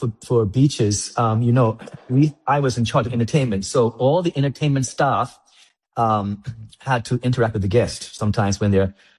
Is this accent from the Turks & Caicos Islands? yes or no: yes; Cockburn Town, Turks & Caicos Islands; as a boy growing up in Grand Turk